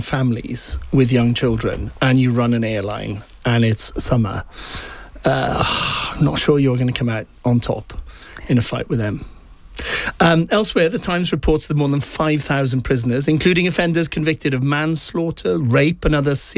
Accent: Wales, United Kingdom; I'm not English. I'm Welsh.

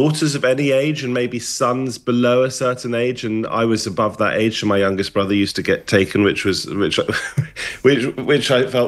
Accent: London, United Kingdom; I grew up in London knowing that the Queen, the late Queen, was living in the palace, at least for part of the time

